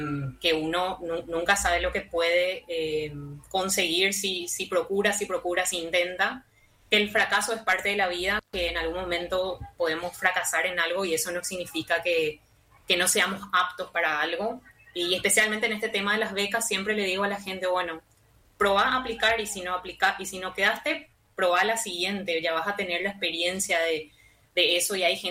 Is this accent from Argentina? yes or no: no; Asunción, Paraguay